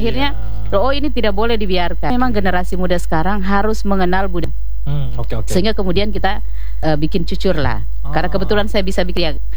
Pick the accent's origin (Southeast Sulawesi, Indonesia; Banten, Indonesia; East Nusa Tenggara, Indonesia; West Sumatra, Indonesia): Southeast Sulawesi, Indonesia; Muna; identitas kita sebagai orang Muna